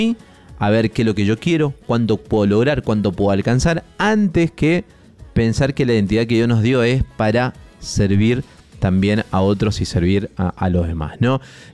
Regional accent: Argentina; la identidad, lamentablemente, que tenemos como argentino

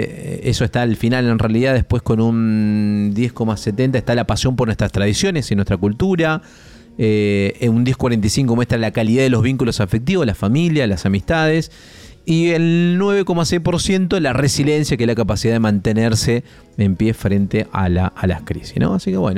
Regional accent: Argentina

